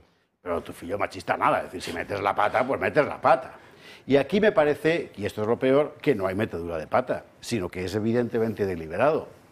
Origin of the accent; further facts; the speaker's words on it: Valencian Community, Spain; Es todo pinos y almendros y algarrobos y... Está mi pueblo ahí, así que quiere usted que le diga.